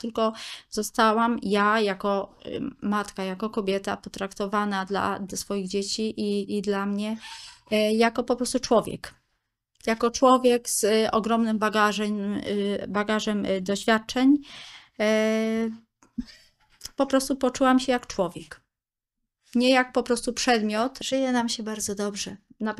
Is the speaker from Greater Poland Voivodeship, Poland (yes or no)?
yes; Greater Poland Voivodeship, Poland; województwie, gdzie pochodzę z Wielkopolski, więc i tam poszukiwałam w różnych miejscach, na wioskach, w miasteczkach czy w dużych miastach.